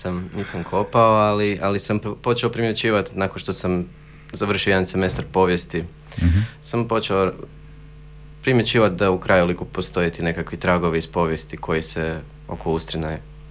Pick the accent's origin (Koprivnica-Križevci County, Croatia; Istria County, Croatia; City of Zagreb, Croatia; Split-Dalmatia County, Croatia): City of Zagreb, Croatia; Zagreb; Ja sam iz Zagreba.